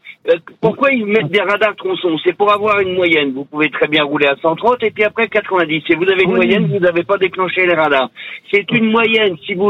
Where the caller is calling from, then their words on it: Chartres, Centre-Val de Loire, France; De Chartres